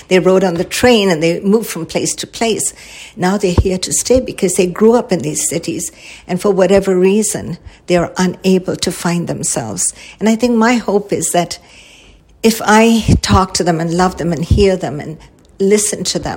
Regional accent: India; I grew up in India and I saw so much poverty.

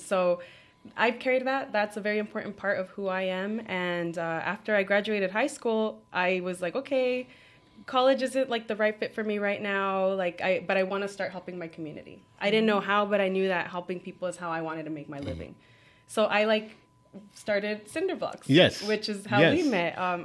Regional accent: San Bernardino, California, United States; also born or lived in Bakersfield; I was born in Bakersfield, but moved out here to San Bernardino when I was around 5 years old.

